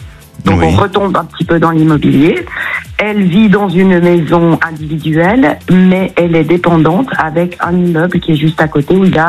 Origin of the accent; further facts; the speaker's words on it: Switzerland; now in France; Je viens de Suisse, moi, donc j'ai quitté la Suisse pour m'installer dans le Gers il y a environ maintenant 7 ans.